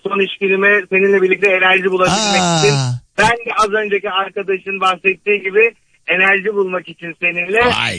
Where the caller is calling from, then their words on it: Istanbul, Turkey; İstanbul'dan arıyorum.